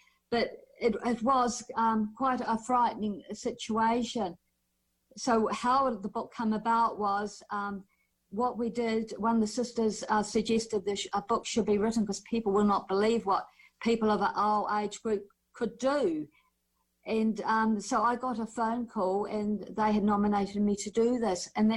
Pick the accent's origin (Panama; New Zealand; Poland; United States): New Zealand; born or raised there